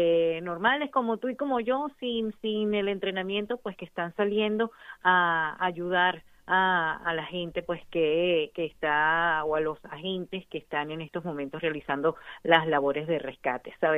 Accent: Venezuela; now in Arizona, United States

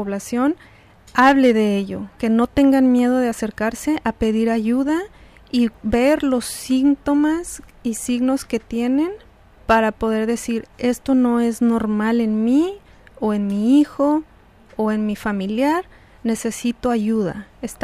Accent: Mexico; nosotros como mexicanos y de ahí diferente uh-huh. población, tenemos muchas costumbres

